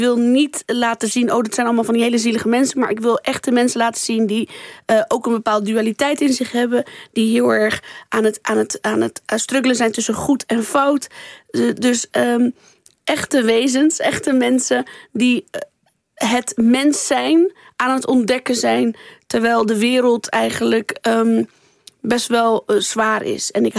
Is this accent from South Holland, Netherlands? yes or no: yes; Rotterdam, South Holland, Netherlands; Ik kom zelf uit een grootstedelijk gebied. Ik kom uit Rotterdam.